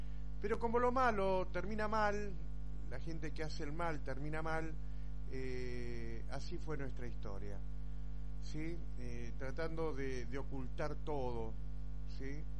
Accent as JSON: {"language": "Spanish", "country": "Argentina", "said": "duele nuestra apatía como argentinos."}